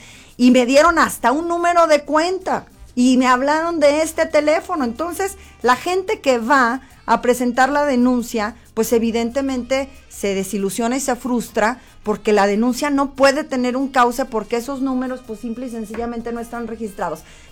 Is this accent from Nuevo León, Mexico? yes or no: no; Zacatecas, Mexico